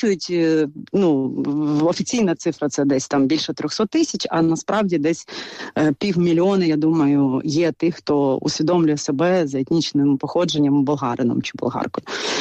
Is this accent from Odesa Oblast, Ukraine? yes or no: yes; Odesa Oblast, Ukraine; А тут я підкреслю, що я українська болгарка, бесарабська болгарка, для того, щоб вони регіонально знали, звідки, де ми живемо